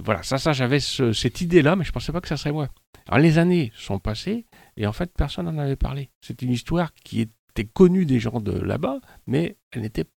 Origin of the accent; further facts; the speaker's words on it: Saint-Nazaire, Pays de la Loire, France; born there; Ma mère est française. Et donc. Je suis né en 1960 à Saint-Nazaire, donc je connais très très bien ce terroir-là, toute cette communauté-là.